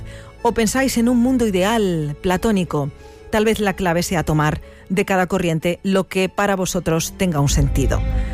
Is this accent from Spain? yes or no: yes; Community of Madrid, Spain; accent: Madrid; Y nosotros aquí con nuestro acento de Madrid.